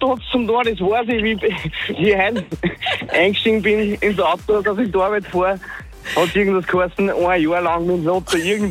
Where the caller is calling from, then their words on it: Vöcklabruck, Upper Austria, Austria; Aus Oberösterreich, Vöcklabruck.